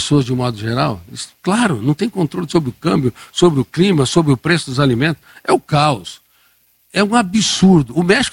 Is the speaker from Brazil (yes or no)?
yes; Colina, São Paulo, Brazil; born there